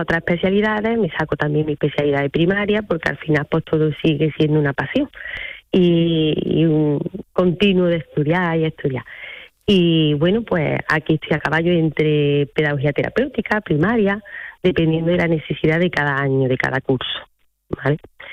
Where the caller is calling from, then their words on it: Fernán Núñez, Andalusia, Spain; yo soy de un pueblo de la campiña cordobesa. Concretamente, soy de Fernán Núñez.